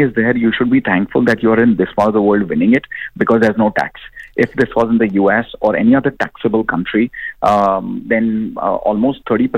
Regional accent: Mumbai, Maharashtra, India; Like I come from Mumbai

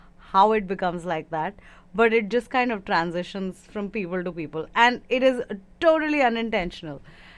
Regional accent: Delhi, India; accent: Delhi; now in United States; वैसे तो जब मैं हिंदी बोलती हूँ तो पूरी दिल्ली वाली भाषा आती है, लेकिन when I am talking to my American friends over here, then I am like oh my God

